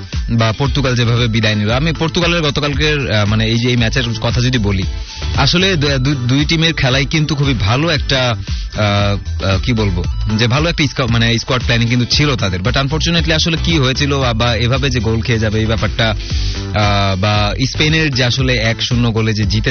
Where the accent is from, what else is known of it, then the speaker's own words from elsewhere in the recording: Bangladesh; আমরা যদি মানে বাংলাদেশি যারা আছি বা আমরা এই রিলিজনে যারা আছি